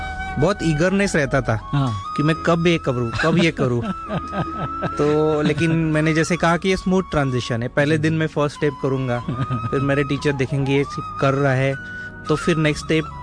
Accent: Jalgaon, Maharashtra, India; मैं जलगांव महाराष्ट्र से हूँ, वहाँ पे प्रैक्टिस करता हूँ।

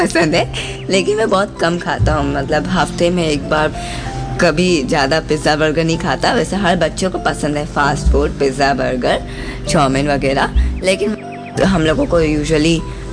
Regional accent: Lucknow, Uttar Pradesh, India; born there; also born or lived in Chhattisgarh; Actually मैं लखनऊ में पैदा हुआ, पर पापा की जॉब की वजह से 10 ईयर्स छत्तीसगढ़ में रहा।

